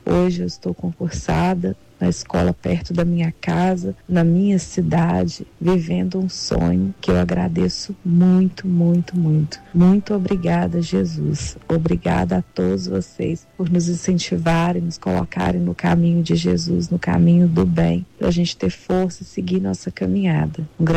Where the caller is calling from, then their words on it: Ubá, Minas Gerais, Brazil; sou da cidade de Ubá, Minas Gerais.